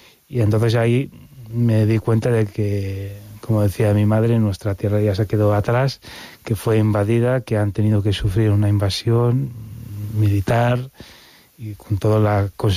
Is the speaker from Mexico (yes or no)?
no; Río de Oro, Western Sahara; also born or lived in Ciudad Real, Spain / Madrid, Spain; now in A Coruña, Spain; yo soy saharaui